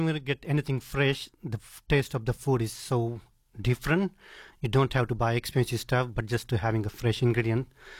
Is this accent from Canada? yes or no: no; India; So I'm from India, so I try to bring the flavors, spice, and colors into my food.